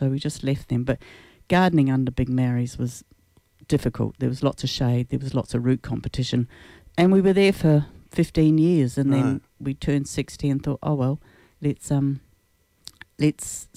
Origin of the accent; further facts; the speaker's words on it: New Zealand; moved away as an adult; also born or lived in England / London / Fremantle; now in Margaret River, Australia; Originally New Zealand.